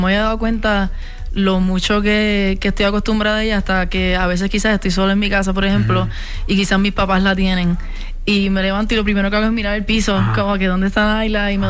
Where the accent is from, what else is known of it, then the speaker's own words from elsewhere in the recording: Añasco, Puerto Rico; Yo todavía estoy en añaco, en casa, en mi pueblo chiquito, estoy en chancla, estoy saliendo para la playa, la guagua está llena de arena, tú sabes.